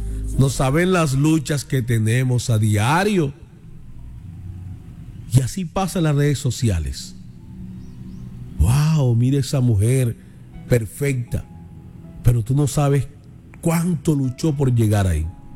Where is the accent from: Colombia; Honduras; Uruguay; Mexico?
Colombia; Arjona, Bolívar; born there; en Arjona, donde yo nací, donde yo vivo